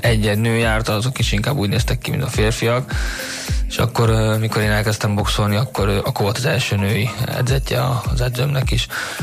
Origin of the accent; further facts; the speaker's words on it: Veszprém, Veszprém County, Hungary; born there; én nyilván egy nagyon rossz utca gyerek voltam, rengeteget verekedtem, Veszprém ugye a 90-es években ez az alvilágról szólt